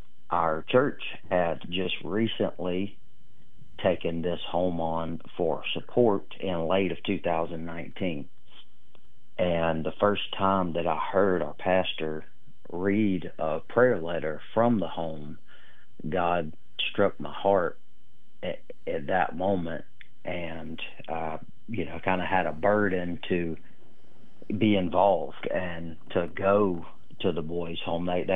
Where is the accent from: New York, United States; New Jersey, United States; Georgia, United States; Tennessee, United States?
Georgia, United States; Americus; I grew up in Americus, Georgia, but I currently live in Ellaville, just 20 minutes from Americus. Go to church in Plains.